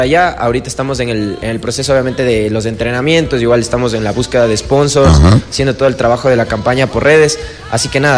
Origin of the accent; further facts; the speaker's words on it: Ecuador; Representando al Ecuador, siendo el primer ecuatoriano en ir a un torneo mundial de freestyle.